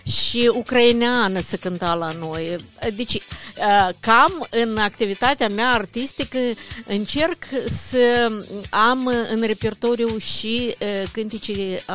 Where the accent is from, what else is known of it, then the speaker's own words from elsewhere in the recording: Comrat, Gagauzia, Moldova; born there; moved away as an adult; also born or lived in Ceadîr-Lunga area (Cemișlia) / Edineț; now in Chișinău, Moldova; M-am născut la sud în Cemișlia, apoi am stat la bunica la Iedeniț și apoi mi-am petrecut timpul de școală la Comrat.